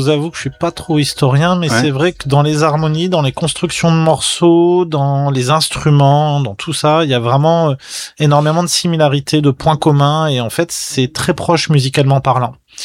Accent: France; Et puis aussi, nous, en tant que Français, ce qu'on appelle country, c'est pas forcément ce que les Américains appellent country.

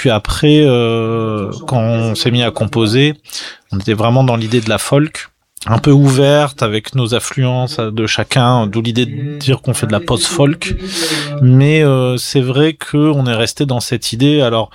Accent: France; Et puis aussi, nous, en tant que français

